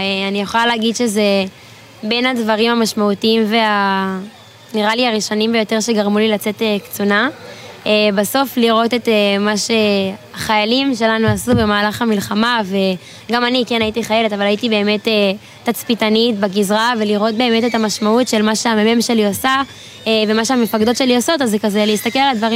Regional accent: Northern District, Israel; also born or lived in Tiberias / Karmiel; אני מהגליל המערבי

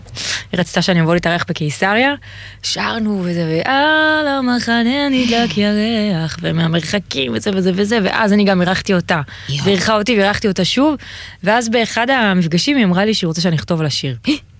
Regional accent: Southern District, Israel; אנחנו מהדרום, מיכאל, זה אחרת שם.

